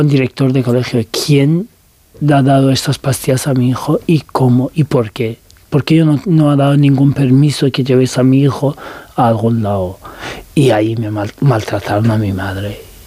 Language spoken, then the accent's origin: Spanish; Tehran, Tehran Province, Iran; Spanish is a second language; Tanto que yo crecí en Teherán, los años en infancia mi familia mudaron a Teherán